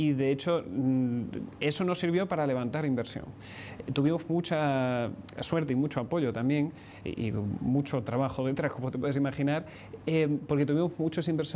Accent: Seville, Andalusia, Spain; moved away as an adult; now in Barcelona, Spain; Vamos, de hecho, los dos socios somos sevillanos. Y en cualquier caso, fuimos a Barcelona, ya te digo, hace 12 años

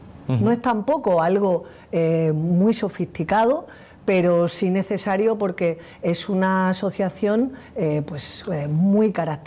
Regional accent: Málaga, Andalusia, Spain; born there; Yo siempre digo que nací en Málaga, mi padre era de Jaén, y mi madre de Granada, así que andaluza y andaluza oriental.

